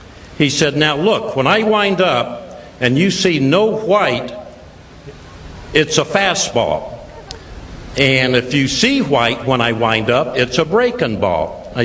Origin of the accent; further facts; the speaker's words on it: Selma, California, United States; they formed the first Little League and Babe Ruth Leagues in my hometown of Selma, California.